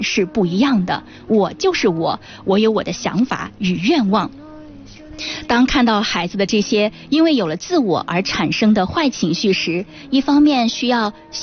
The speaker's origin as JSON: {"language": "Chinese", "area": "Yanhu District", "region": "Shanxi", "country": "China", "tie": "born there", "also_born_or_lived": "Sichuan", "said": "我是地地道道的盐湖区人，我的出生地呢在四川，不是，我也不知道"}